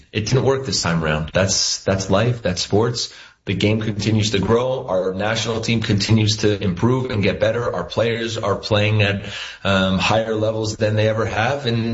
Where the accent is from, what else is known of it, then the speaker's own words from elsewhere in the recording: Princeton, New Jersey, United States; born there; I was born in Princeton, New Jersey.